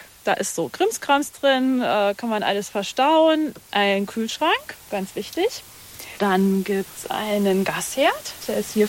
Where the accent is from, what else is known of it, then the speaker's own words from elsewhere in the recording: Hesse, Germany; Aufgewachsen bin ich im Landleben, im Hessischen, zwischen Frankfurt und Fulda. Ja, eigentlich so ein bisschen Bilderbuch, ein bisschen Bauernhof und eine große Familie mit Oma im Haus.